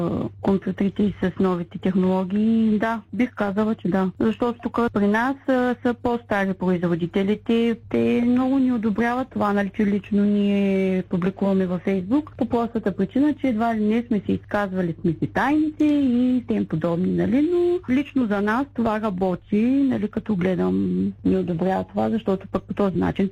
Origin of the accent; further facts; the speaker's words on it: Shumen, Shumen Province, Bulgaria; now in Silistra, Bulgaria; Аз съм родом от Шумен